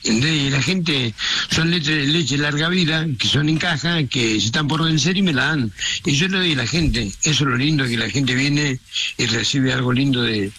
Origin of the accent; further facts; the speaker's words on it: Caleta Olivia, Santa Cruz, Argentina; Mirá, imagínate que pasó en mi pueblo, en Caleta Olivia, que fui hace dos semanas